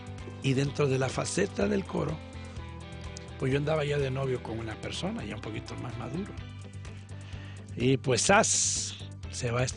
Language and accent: Spanish; Tuxtepec, Oaxaca, Mexico; born there; also born or lived in Mexico City; yo en mi comunidad allá en Tuxtepec desde pequeño